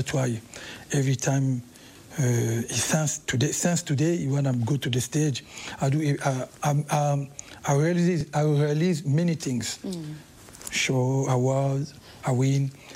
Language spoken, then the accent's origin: English; Kinshasa, DR Congo; English is a second language; moved away as an adult; I grew up in Kinshasa, mm-hmm. and I go to the Paris when I was I used to be a little bit, you know, like 20, mm-hmm. 19, 20. Mm-hmm. So I have both culture, you know, Congolese culture and rumba music.